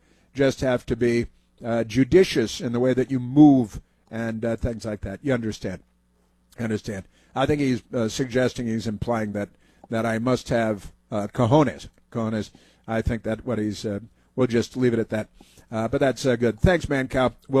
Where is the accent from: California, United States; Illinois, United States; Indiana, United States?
Illinois, United States; Chicago; when I was a kid, growing up in Chicago, North Shore of Chicago